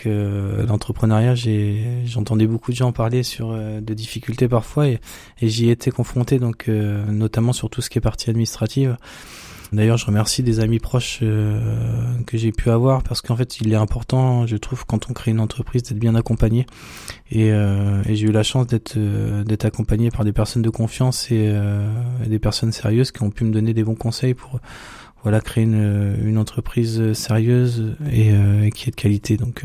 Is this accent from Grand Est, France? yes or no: no; Argentan, Normandy, France; Donc moi je suis issu donc d'Argentan, je suis un pur produit du terroir.